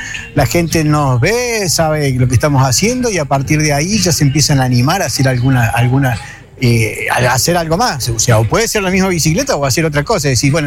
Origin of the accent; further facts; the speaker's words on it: Córdoba, Argentina; Yo soy de Córdoba capital.